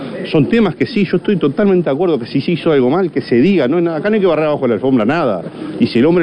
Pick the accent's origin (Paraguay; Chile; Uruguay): Uruguay